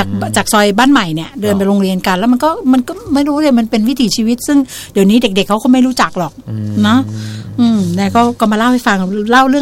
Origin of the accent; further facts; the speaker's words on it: Bangkok, Thailand; born there; เจริญกรุง85ไม่อยากจะบอกว่าเป็นถิ่นกำเนิดดิฉัน